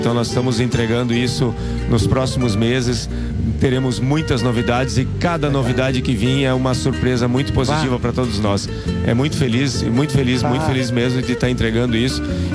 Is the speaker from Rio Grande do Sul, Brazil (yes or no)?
yes; Rio Grande do Sul, Brazil; nós somos daqui, eu não digo de Lajado, nós somos do Vale do Taquari.